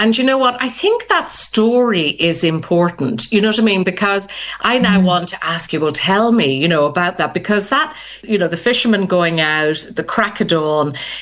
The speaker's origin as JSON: {"language": "English", "country": "Ireland", "lives_now": "Sussex, United Kingdom", "said": "Now, you've probably guessed I'm Irish."}